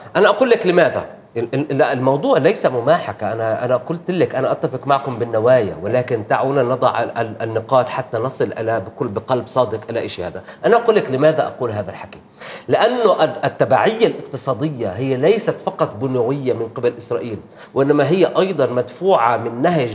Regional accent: Palestine; نحن كفلسطينيين

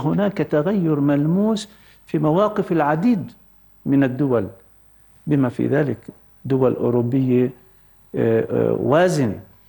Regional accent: Palestine; لازم ننطلق من مصلحتنا الوطنية العليا كشعب فلسطيني

